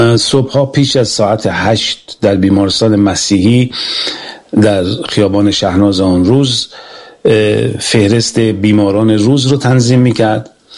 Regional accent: Iran; born there; زادگاه من شهر سمیدوم، شهری که در آن نابرابری و بی‌عدالتی نه مفهومی انتزاعی بلکه بخشی عریان و روزمره از زندگی مردم بوده و هست.

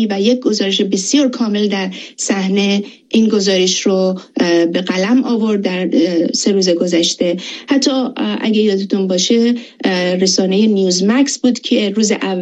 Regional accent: Iran; من اول بگم که به عنوان یک ایرانی یکی از افتخارات هم بود که همچین مسئولیتی رو داشتم

